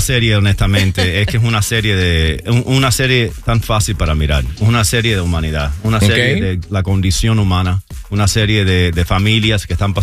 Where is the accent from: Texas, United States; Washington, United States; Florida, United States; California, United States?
Florida, United States; Tampa; moved away as an adult; also born or lived in Cuba; Me crié acá en Tampa, me fui por como 27 años, regresé hace 13 años a cuidar al viejo que lo tenía un poquito chivadito y me quedé.